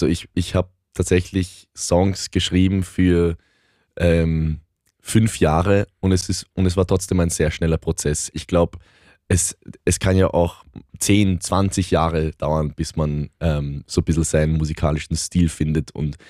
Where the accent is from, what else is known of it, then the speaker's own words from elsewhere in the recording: Burgenland, Austria; Ich war halt nicht 100% ungarisch, 100% deutsch, 100% Österreich. Obwohl ich halt auch im Burgen